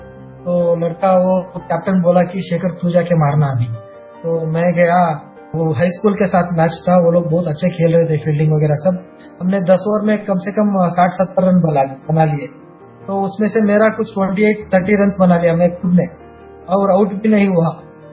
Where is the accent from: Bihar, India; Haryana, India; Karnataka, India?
Karnataka, India; तो शिमोगा टू बेंगलुरु हम लोग आए